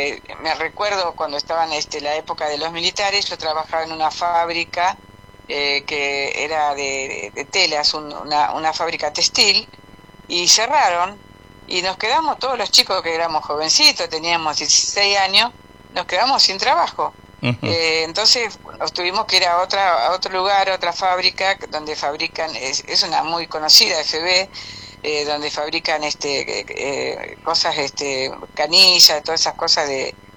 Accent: Argentina

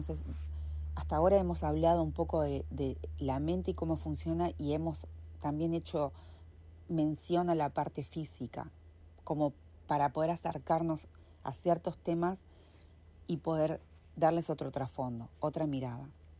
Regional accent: Montevideo, Uruguay; moved away as an adult; now in La Paloma, Uruguay; Ustedes saben que soy de Montevideo, soy de la ciudad, y quería salir de la ciudad

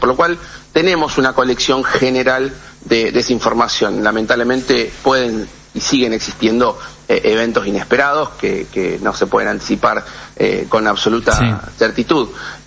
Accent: Argentina; also born or lived in Uruguay; Yo nací en Uruguay, vivo en Argentina, toda mi vida viví en Argentina desde los 5 años, pero yo nací en Uruguay.

